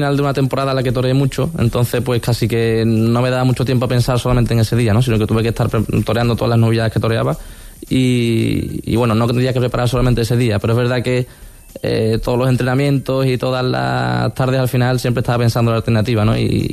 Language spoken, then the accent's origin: Spanish; Seville, Andalusia, Spain; soy de Sevilla